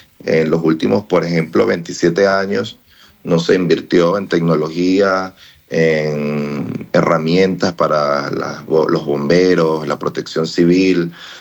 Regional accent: Venezuela; tengan tecnología mínima que no la teníamos en Venezuela?

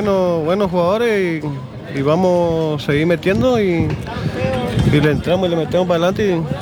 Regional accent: Corrientes, Argentina; nosotros somos todos cada correntino

